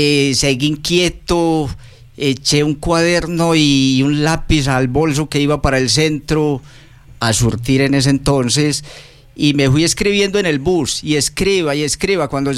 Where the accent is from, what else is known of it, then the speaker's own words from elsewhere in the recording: Campamento, Antioquia, Colombia; es un placer inmenso estar aquí en mi pueblo querido.